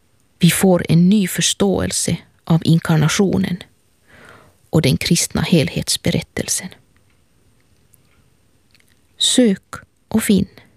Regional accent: Helsinki, Uusimaa, Finland; och jag är från Helsingfors.

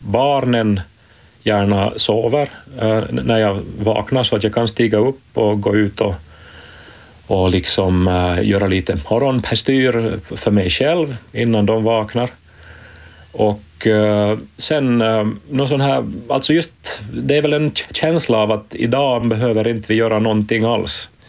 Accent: Ostrobothnia, Finland; Jag är från Österbotten och det här... Jag hade aldrig någon sommarstuga i vår släkt.

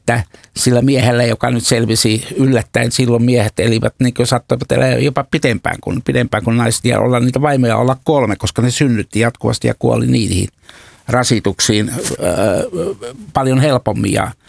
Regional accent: Eastern Finland, Finland; meillä Itä-Suomessa on tietysti ollut niin kuin tämä perheet on niin kuin kasvaneet ja olleet koko ajan yhdessä aivan eri lailla kuin Länsi-Suomessa.

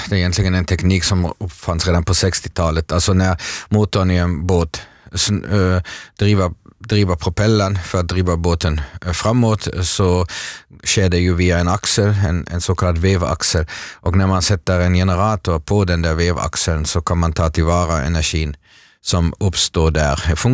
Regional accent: Mönchengladbach, North Rhine-Westphalia, Germany; Swedish is a second language; now in Sweden; och jag talade med min bror som bor i Mönchengladbach vid holländska gränsen. Där är det redan nu tidigt på morgon 30 grader och förväntas idag 39 grader. Jag har ju vuxit upp där och tillbringar min barndom

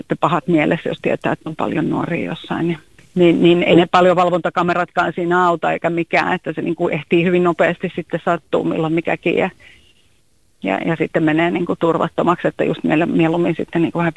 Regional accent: Uusimaa, Finland; mä itse kun olen pääkaupunkiseudut kotosin

